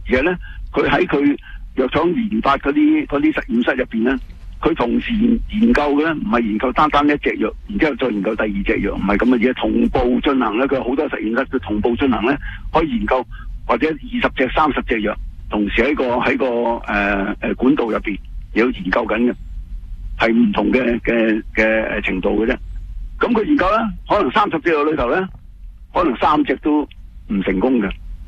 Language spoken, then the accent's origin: Cantonese; Canada